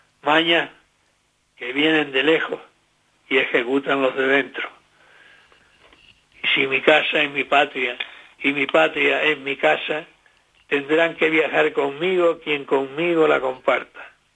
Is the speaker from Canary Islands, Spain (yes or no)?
yes; Canary Islands, Spain; en nuestro caso, canario